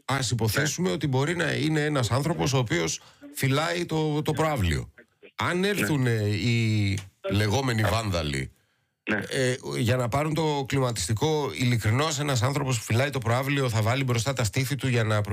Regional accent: Greece

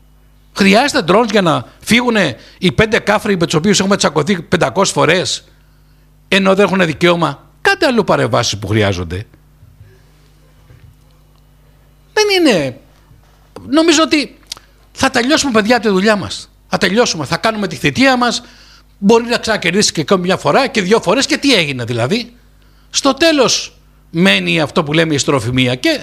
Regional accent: Rhodes, South Aegean, Greece; εγώ γεννήθηκα στην Μεσσωνική πόλη, μεγάλωσα στη Μεσσωνική πόλη.

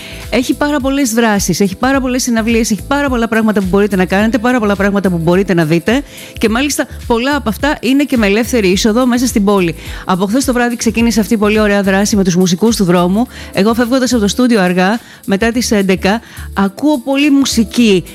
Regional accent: Greece; γιατί ξέρετε ότι είμαι από την Νότια Ελλάδα.

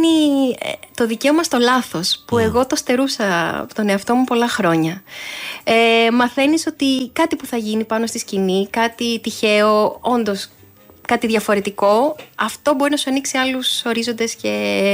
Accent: Lamia, Central Greece, Greece; also born or lived in Pyrgos, Elis; Πρακτικά γεννήθηκα στη Λαμία

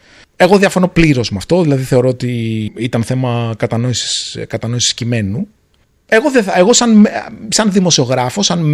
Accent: Greece; now in Singapore

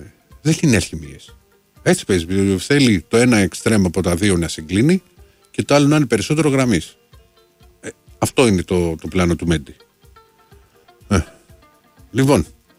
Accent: Attica, Greece; Α, από τα μέρη μου.

